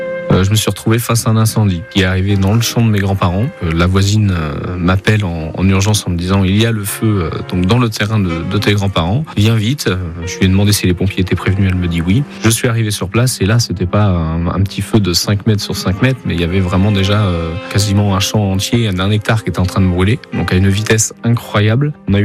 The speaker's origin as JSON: {"language": "French", "town": "Auvers-le-Hamon", "region": "Pays de la Loire", "country": "France", "tie": "born or raised there", "said": "J'ai grandi à Auvers-le-Hamont, donc à côté de Sablé-sur-Sarthe, bercé par la famille."}